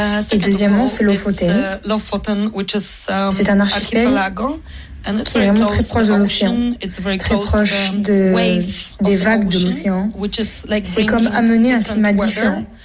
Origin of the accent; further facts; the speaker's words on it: Poland; French is a second language; moved away as an adult; now in Norway; Je suis de Pologne et j'ai passé toute ma vie en Pologne.